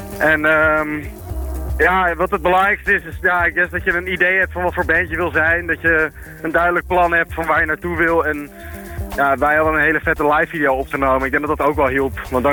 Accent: Haarlem, North Holland, Netherlands; Nou ja, we zijn hele nette jongens hoor, dus het valt nog wel mee. We komen uit Haarlem, tenslotte.

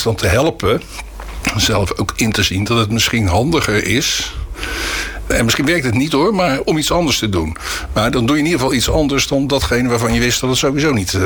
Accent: Schiedam, South Holland, Netherlands; moved away as an adult; now in Vlaardingen, Netherlands; Ik ben geboren in Schiedam in 1954. En ik woon nu zo'n 40 jaar in Vlaardingen.

